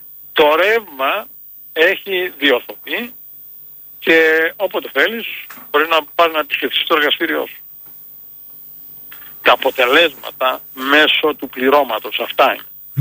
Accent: Greece; moved away as an adult; Μεγάλωσα στην Ελλάδα και έφυγα στα 25 μου.

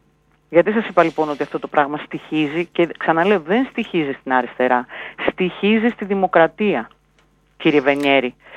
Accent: Greece; ως Ελληνίδα γυναίκα πολίτης

